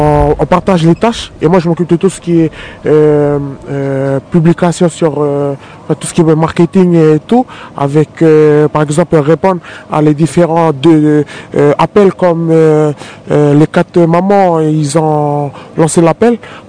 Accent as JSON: {"language": "French", "area": "Lifou", "region": "Loyalty Islands Province", "country": "New Caledonia", "tie": "born or raised there", "said": "Je suis originaire de Dokin."}